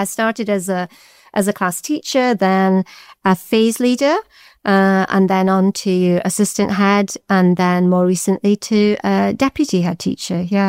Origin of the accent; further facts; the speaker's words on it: Scotland, United Kingdom; moved away as an adult; also born or lived in York / Durham / Gateshead; now in Newcastle, United Kingdom; Originally, I'm from Scotland, which you can probably hear from my accent. And I went down to York to university and settled in Newcastle.